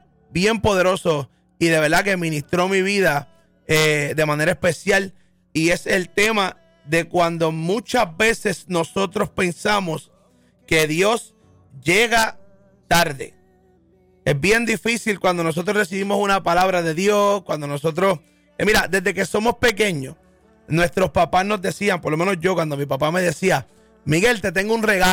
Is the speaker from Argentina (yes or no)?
no; Puerto Rico; como puertorriqueños, como boricua que somos